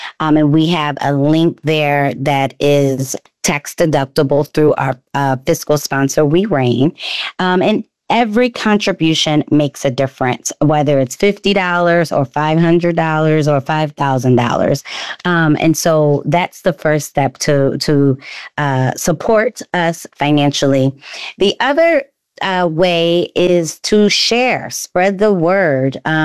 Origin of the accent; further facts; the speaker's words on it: Philadelphia, Pennsylvania, United States; And what better place to have them on the stage than my hometown in Philly, where Ghana will be playing a match.